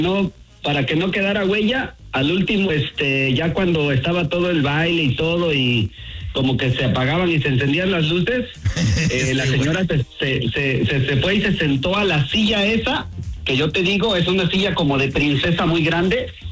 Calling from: Atlanta, Georgia, United States; De aquí, desde Atlanta, Georgia

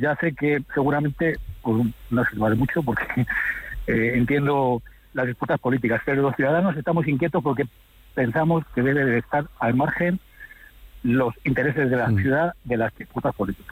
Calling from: Valladolid, Castile and León, Spain; simplemente soy un ciudadano de Valladolid

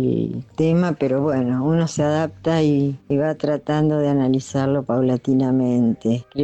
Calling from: Lincoln, Buenos Aires Province, Argentina; desde Lincoln aún.

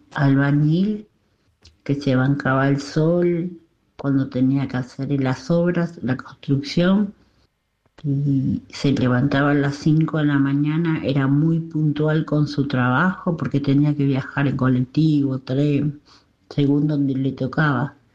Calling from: San Justo, Buenos Aires Province, Argentina; de San Justo

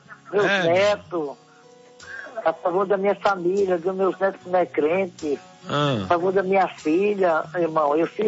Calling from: São Paulo, Brazil; eu falo de Piquirubi, estado de São Paulo.

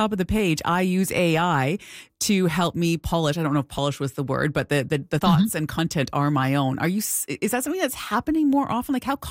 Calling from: Kelowna, British Columbia, Canada; And here I'm calling you from Kelowna, and across the province, we've got provincial and municipal elections happening at the same time.

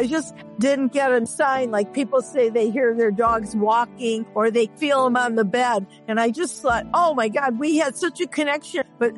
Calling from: Cleveland, Ohio, United States; I'm calling from the Cleveland, Ohio area.

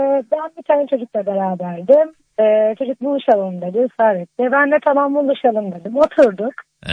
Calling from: Ankara, Turkey; Ankara'dan arıyorum.

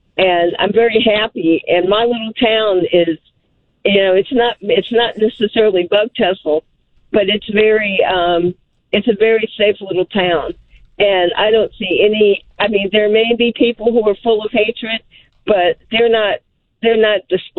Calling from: Dallas, Texas, United States; Now, I was calling from Dallas, but I live in the country, and I feel perfectly safe

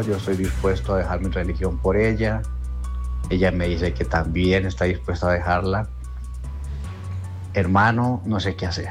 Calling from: Cali, Valle del Cauca, Colombia; Yo soy caleño.

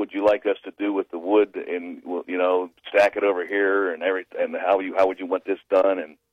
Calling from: Columbiana, Ohio, United States; Hey, I'm reporting in, well, I'm reporting in from Columbiana.

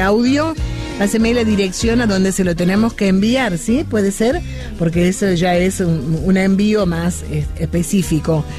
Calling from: Córdoba, Argentina; Soy de Córdoba Capital, barrio Villa Libertador, y trabajo hasta las 6.

